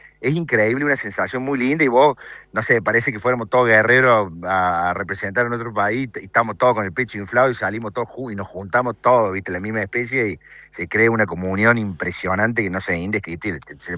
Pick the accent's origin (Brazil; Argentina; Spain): Argentina; pero bueno, somos todos argentinos y acá nos unimos todos.